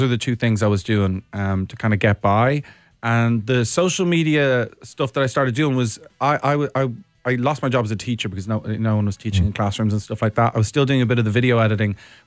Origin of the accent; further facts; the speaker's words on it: Ireland; also born or lived in England; I'm an Irish guy, really, with my roots and everything like that.